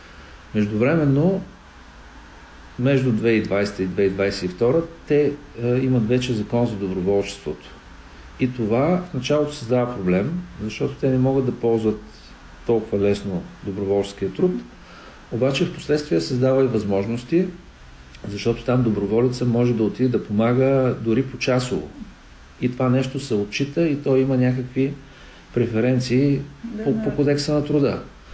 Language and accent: Bulgarian; Plovdiv, Plovdiv Province, Bulgaria; аз самият съм от Пловдив.